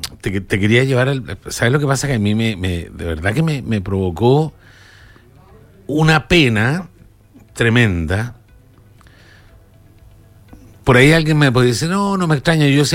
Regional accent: Chile

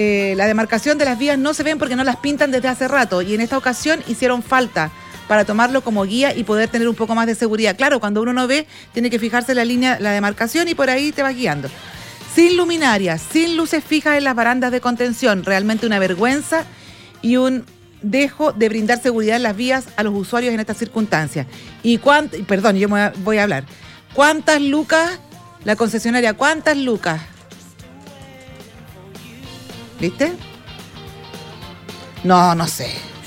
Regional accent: Chile; Somos trabajadores los chilenos

